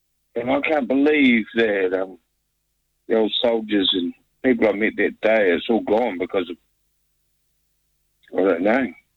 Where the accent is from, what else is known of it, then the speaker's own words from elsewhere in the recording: Christchurch, Canterbury, New Zealand; I grew up in Papua Nui